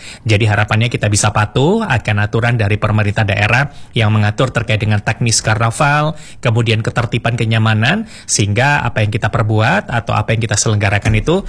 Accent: East Java, Indonesia; sebagai warga Malang Raya

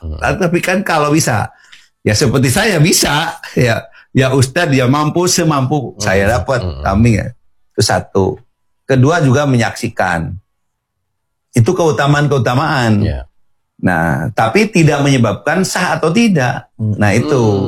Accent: Cirebon, West Java, Indonesia; saya orang Cirebon

